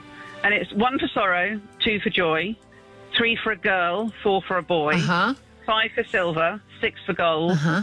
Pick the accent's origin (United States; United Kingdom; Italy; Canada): United Kingdom; South East England; I was brought up in Buckinghamshire.